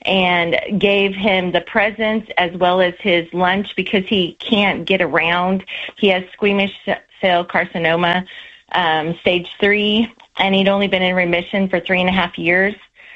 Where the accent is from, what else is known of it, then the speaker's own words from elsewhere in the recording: Missouri, United States; From Missouri.